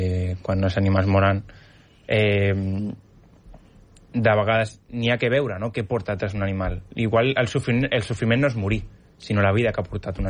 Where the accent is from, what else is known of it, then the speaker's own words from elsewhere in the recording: Catalonia, Spain; Jo sempre, com saben, no?, que soc català, perquè la veu s'escolta